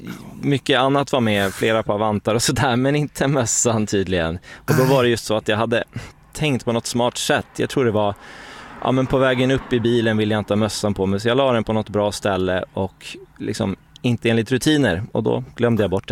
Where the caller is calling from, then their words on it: Stockholm, Stockholm County, Sweden; jag är från Stockholm